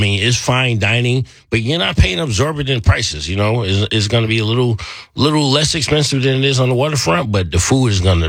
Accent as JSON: {"language": "English", "region": "New York", "country": "United States", "tie": "born or raised there", "said": "Growing up in New York, you know, working after culinary school, working in New York City and going through, you know, Michelin restaurants."}